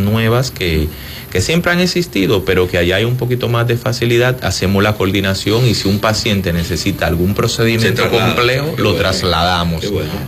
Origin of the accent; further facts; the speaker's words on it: Dominican Republic; Esa es mi tierra.